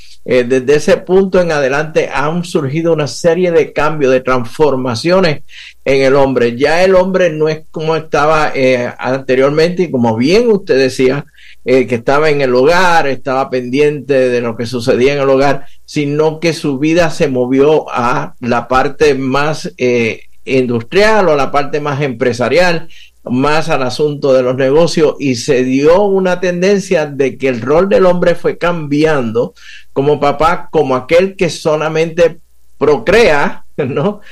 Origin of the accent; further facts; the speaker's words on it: Puerto Rico; accent: Puerto Rican; now in Dallas, United States; como ya puedes ver notar por el acento, soy puertorriqueño, nacido y criado en la Isla del Encanto de Puerto Rico, así que resido ahora mismo en al norte de Dallas, Texas